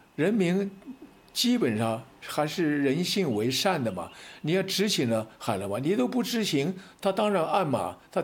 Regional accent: China; 我们中国人从前被人家看到好像不文明一样落伍，我们中国人被日本人打得猪狗不如，现在我们中国人终于抬头起来了

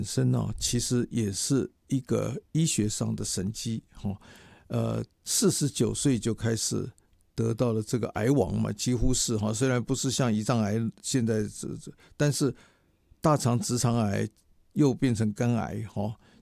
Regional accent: Taiwan; 我觉得身为台湾人啊，中华民国在台湾啊

